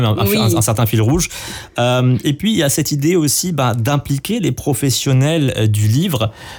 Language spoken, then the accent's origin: French; Mauritius; On a, en tant que mauricien, on n'est pas forcément exposé à ce que représente un libraire, un distributeur, un éditeur, etc.